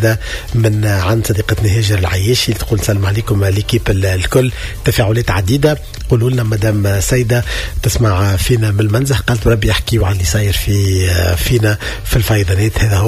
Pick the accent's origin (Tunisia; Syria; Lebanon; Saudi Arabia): Tunisia; انا فخور اني تونسيه كي نسمع حكايه ابن خلدون كل علامه تونسي بالرغم من كل مشاكل تعيشها البلاد اليوم بلادي